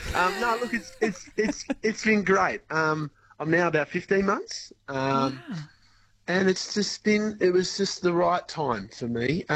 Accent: Australia; we've kind of let go of all that now and really just honed into to being Australian, being who we are.

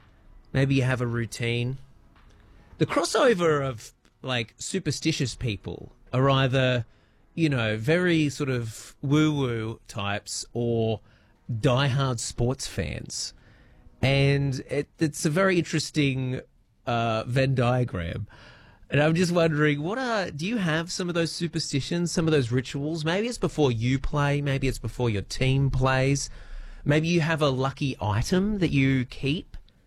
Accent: Newcastle, New South Wales, Australia; I'm from Newcastle.

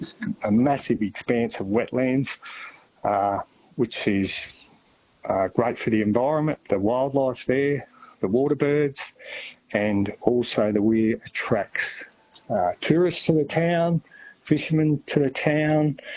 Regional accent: Jeparit, Victoria, Australia; Jeparit. I grew up there, went to school there, spent my life in Jeparit until I was 17. Both my parents were born and bred in Jeparit. My father lived on the river.

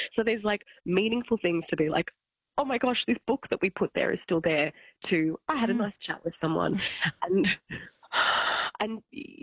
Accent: Albury, New South Wales, Australia; Albury, yes. And so they're just on the Wodonga side, the theatre.

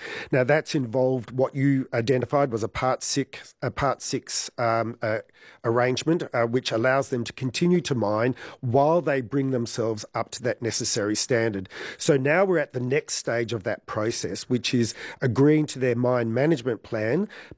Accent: Western Australia, Australia; I grew up in Western Australia, and the treatment of our Jarrah forests, particularly in relation to bauxite mining, was always something which concerned us as a community.

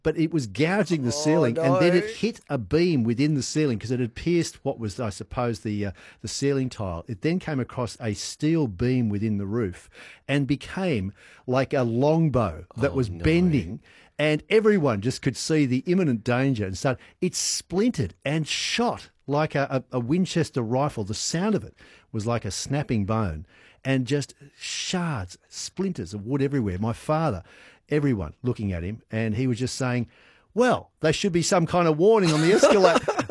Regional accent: Sydney, New South Wales, Australia; When we grew up in Sydney, and there at Warringah Mall down there on the northern beaches

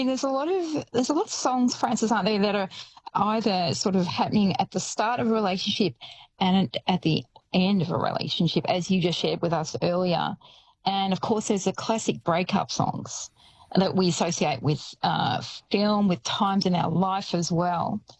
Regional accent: Shepparton, Victoria, Australia; I mean, I grew up in Shepparton and I remember

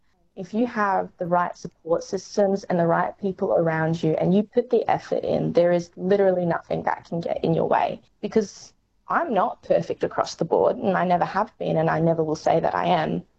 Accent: Western Australia, Australia; growing up in the Kimberleys

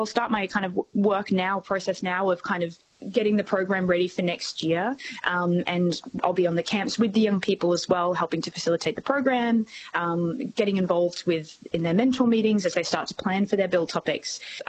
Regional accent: Mildura, Victoria, Australia; now in Melbourne, Australia; Mildura, I live in Melbourne at the moment, but, you know, Mildura is probably, you know, it's always going to be my home, my place that I grew up.

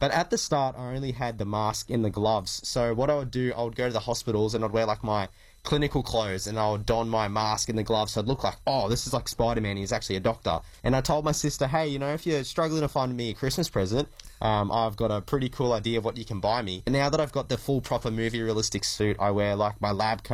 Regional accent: Mackay, Queensland, Australia; my hometown of Mackay

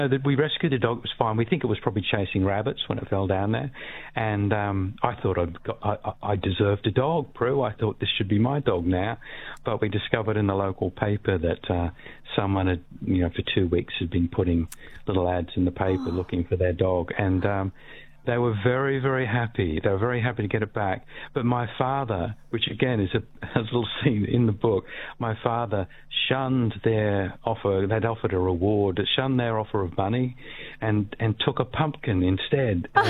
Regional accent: Australia; That's the question I've been most asked over the course of 20 plus years, is why are you, as an Australian writer, have you never set a book in Australia?

